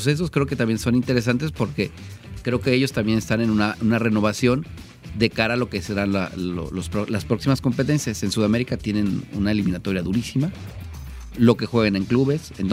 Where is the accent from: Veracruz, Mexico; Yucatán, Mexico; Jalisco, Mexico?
Veracruz, Mexico; así somos los veracruzanos